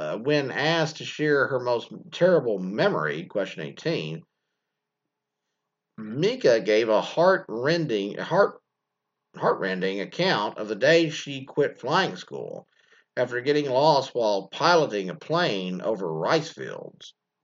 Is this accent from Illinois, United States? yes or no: no; Hawaii, United States; born there; I was born in Hawaii, a Chinese American mom and a Caucasian dad.